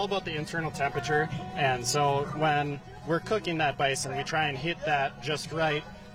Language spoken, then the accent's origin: English; Minnesota, United States; I'm from Minnesota